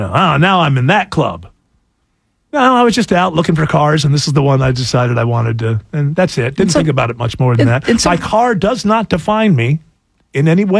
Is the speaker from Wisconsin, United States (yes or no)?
no; Roswell, Georgia, United States; I'm an American. I'm proud of that. I'm Georgian. I'm proud of that. I'm Roswell. I'm proud of that.